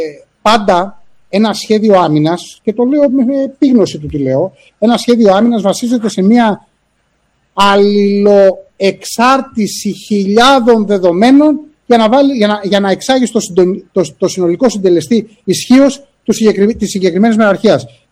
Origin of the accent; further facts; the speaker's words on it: Mytilene, North Aegean, Greece; τον ίδιο τον τόπο μου και την ίδια το μέρος το οποίο υποστήριζα ως αντισταγματάρχης